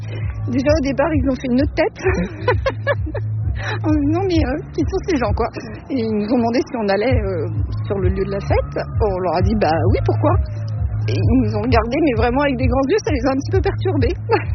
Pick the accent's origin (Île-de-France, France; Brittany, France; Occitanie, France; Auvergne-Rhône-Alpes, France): Île-de-France, France; je viens du Val-de-Marne, je suis la maman de l'un des participants et j'ai 53 ans.